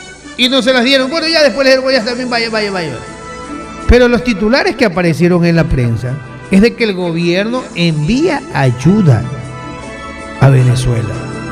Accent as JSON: {"language": "Spanish", "country": "Ecuador", "said": "Somos los ecuatorianos los que estamos mandando."}